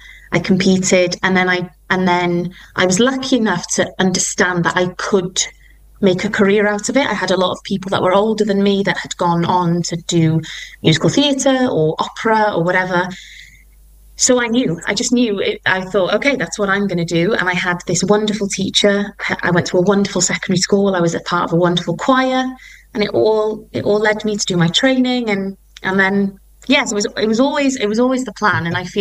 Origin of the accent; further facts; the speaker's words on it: Wales, United Kingdom; first language Welsh; English is a second language; it all began being Welsh, and Welsh being my first language.